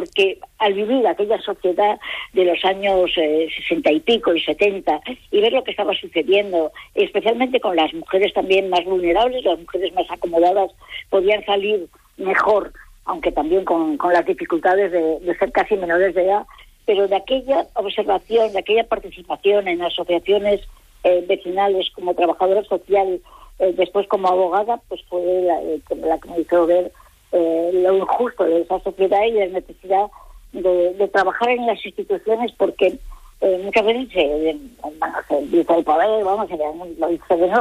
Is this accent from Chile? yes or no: no; Asturias, Spain; yo soy asturiana de pura cepa